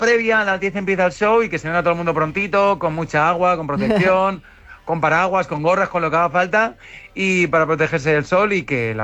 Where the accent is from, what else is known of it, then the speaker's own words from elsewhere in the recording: Valencia, Valencian Community, Spain; yo soy de la Terreta, soy de Valencia, de hecho, mi familia vive cerca de la línea del Cid, o sea, más cerca de Mislata era complicado